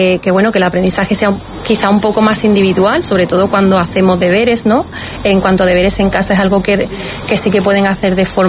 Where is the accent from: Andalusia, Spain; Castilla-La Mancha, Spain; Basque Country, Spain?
Andalusia, Spain; Córdoba; also born or lived in England